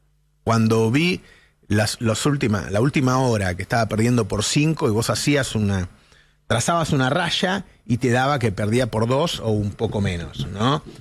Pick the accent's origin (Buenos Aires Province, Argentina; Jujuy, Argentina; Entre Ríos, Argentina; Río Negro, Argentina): Buenos Aires Province, Argentina; El Talar; no sé cómo me crié yo, cómo era en Talar, prácticamente éramos todos una misma familia